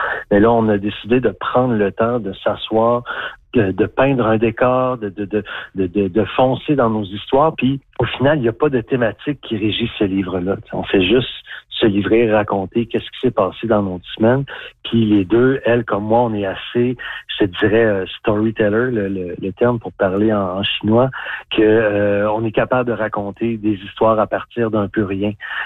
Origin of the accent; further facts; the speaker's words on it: Sainte-Anne-des-Monts, Quebec, Canada; moi, je viens de la Gaspésie, OK, Saint-Anne-des-Monts pour être plus précis